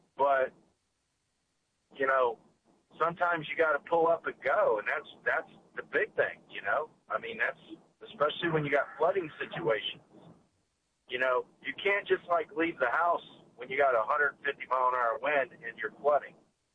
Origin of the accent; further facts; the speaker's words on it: United States; moved away as an adult; also born or lived in Illinois; And I moved back from Illinois in 2002. And I have went through more hurricanes then than I ever did when I was a kid growing up down here.